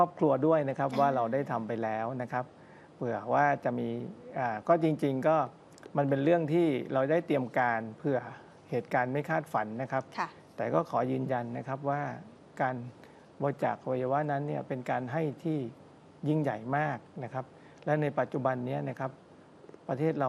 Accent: Nakhon Si Thammarat, Thailand; ผมภูมิใจที่เป็นคนนครศรีธรรมราชได้เกิดมาอยู่ในบ้านครับ

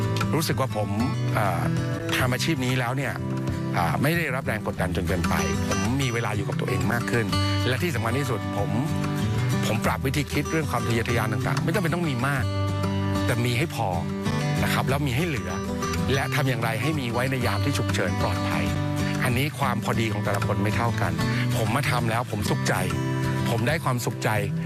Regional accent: Bangkok, Thailand; ซึ่งจริงๆผมพื้นเพเป็นคนกรุงเทพผมก็ไม่ได้โตที่สวนหินนะครับก็ยังปรับตัวเป็นเด็กเมืองมาอยู่เด็กในจังหวัดนะฮะแต่ตอนนี้เราอยู่มา27ปีแล้ว

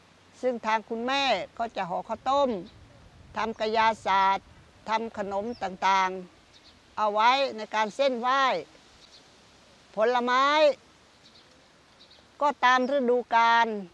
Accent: Ta Phraya, Sa Kaeo, Thailand; ซึ่งดิฉันก็เกิดที่นี่ตอนนี้อายุ62ปีก็ถือว่าอยู่62ปีแล้วล่ะ

